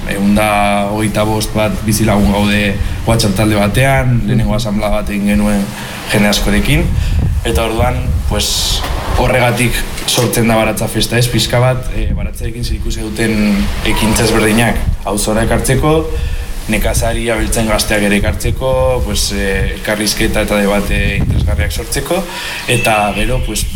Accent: Pamplona, Navarre, Spain; Ba, bueno, pues, Mendillorrikoak gara, Mendillorriozokoak

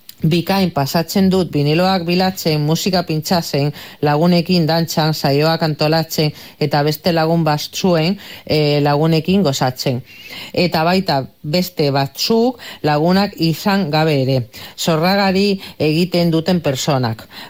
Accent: Badajoz, Extremadura, Spain; now in Basque Country, Spain; Badajozekoa naiz, aunque dagoeneko 8 urte inguru daroa da hemen Euskal Herrian. Hau da nire etxea

